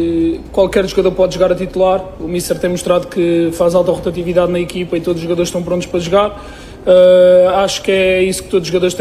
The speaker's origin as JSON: {"language": "Portuguese", "country": "Portugal", "said": "e sendo português, e a mentalidade que nós temos é sempre ser os melhores"}